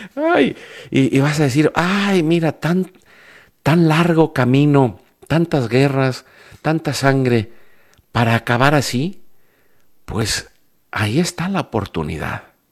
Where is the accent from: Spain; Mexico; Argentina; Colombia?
Mexico; Veracruz; born or raised there; also born or lived in Yucatán